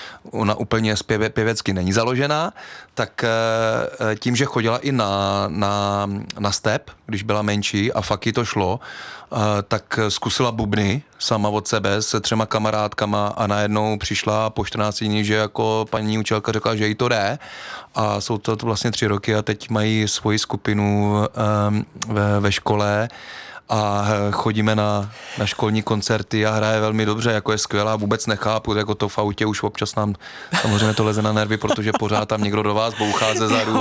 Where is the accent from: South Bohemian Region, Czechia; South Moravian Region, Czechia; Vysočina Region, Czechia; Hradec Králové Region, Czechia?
Vysočina Region, Czechia; Třebíč; když já jsem byl na Kladně, já pocházím z Třebíče, pak jsem měl na Kladno dělat talentové zkoušky na hokej